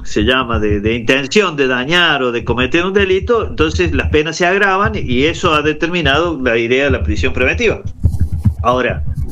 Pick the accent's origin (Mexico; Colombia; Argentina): Argentina; Nosotros somos parte de la República Argentina